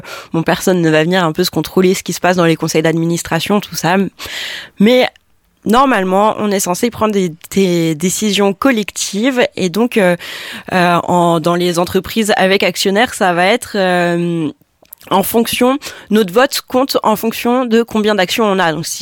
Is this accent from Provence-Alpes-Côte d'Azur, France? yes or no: yes; Provence-Alpes-Côte d'Azur, France; now in Mulhouse, France; moi, alors je suis originaire du Var, mais j'ai vite bougé pour mes études jusqu'à arriver à Mulhouse en master.